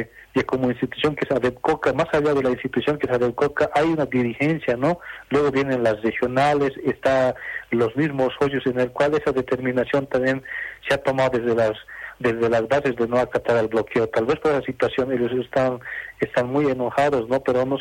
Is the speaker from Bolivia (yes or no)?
yes; Bolivia; como bolivianos y bolivianas